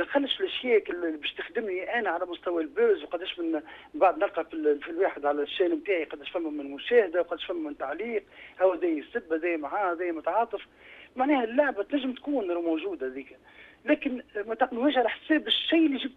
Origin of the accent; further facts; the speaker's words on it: Tunisia; accent: Tunisian; ولهجتنا التونسيه